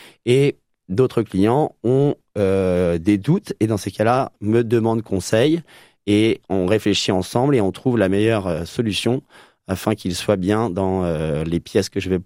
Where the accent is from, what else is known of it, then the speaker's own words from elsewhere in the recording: Normandy, France; moved away as an adult; also born or lived in Paris region; now in Bordeaux, France; je suis natif de Normandie